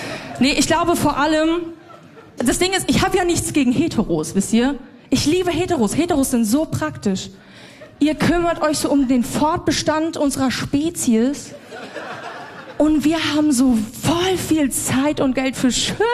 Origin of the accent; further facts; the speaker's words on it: Bavaria, Germany; moved away; aber ich bin in Bayern groß geworden.